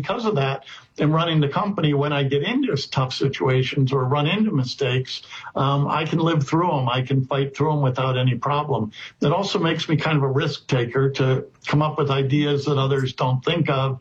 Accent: Pennsylvania, United States; I'm from just outside of Philadelphia, Pennsylvania. I have one sister who's older, and I basically grew up in this area.

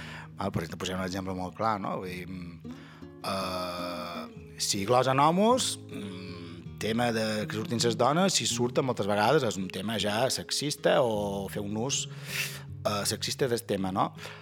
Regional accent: Ferreries, Balearic Islands, Spain; Sant Joan és molt polit el que vulgueu, però jo som de Ferreries i crec que Sant Bartomeu pues, és molt més...

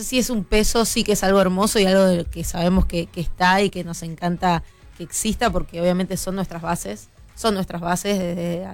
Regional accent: Tucumán, Argentina; Soy tucumana, pero no fanaticé nunca ni por San Martín ni por Atlético.

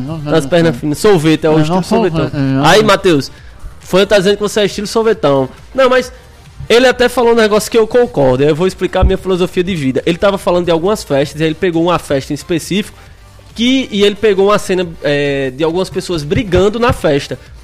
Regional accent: Brazil

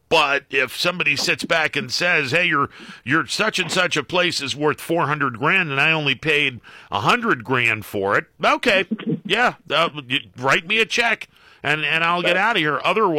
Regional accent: Leetonia, Ohio, United States; Yeah, it went through my hometown, and the boxcar was on fire in my hometown.

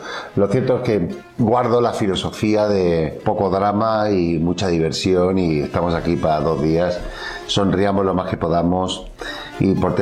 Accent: Cádiz, Andalusia, Spain; Pues aquí estoy en Cádiz, mi tierra, y feliz de la vida.

